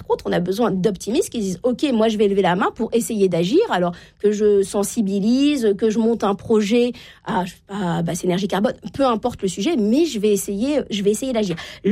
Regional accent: Normandy, France

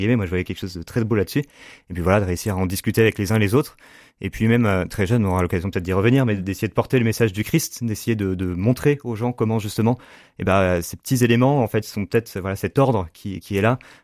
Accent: Le Mans, Pays de la Loire, France; J'ai grandi au Mans, donc j'ai fait mon école collège lycée au Mans

